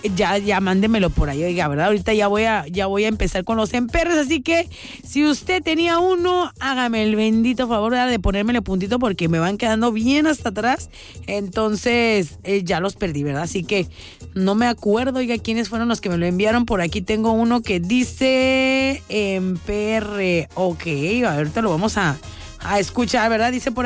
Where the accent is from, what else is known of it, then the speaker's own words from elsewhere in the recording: Mexico; Así da como buen mexicano.